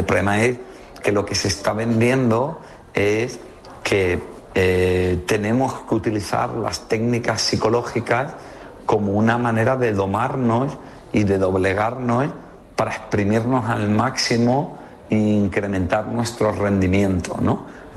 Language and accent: Spanish; Granada, Andalusia, Spain; Soy de Granada, en Granada decimos muchas palabrotas